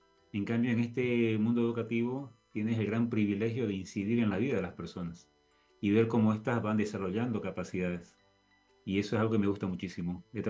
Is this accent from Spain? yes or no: no; Bolivia; soy de Bolivia, estoy en la parte más oriental del país, estoy aquí cerca de Brasil realmente, una zona muy cálida, muy linda